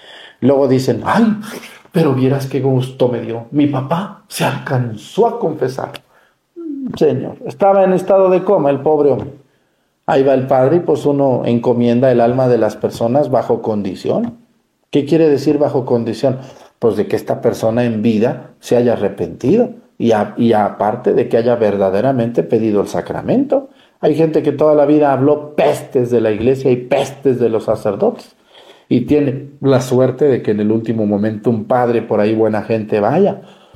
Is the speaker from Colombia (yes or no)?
no; Mexticacán, Jalisco, Mexico; born there; moved away; Yo hablo de mi pueblo, de Mexicacán.